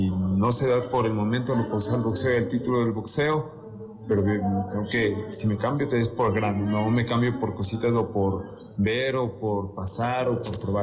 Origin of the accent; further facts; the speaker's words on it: Ecuador; este corazón ecuatoriano que yo tengo, este amor que tengo y cómo somos los ecuatorianos